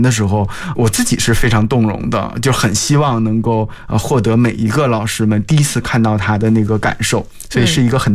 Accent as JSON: {"language": "Chinese", "region": "Northeast China", "country": "China", "tie": "born or raised there", "said": "我的童年是在东北长大的"}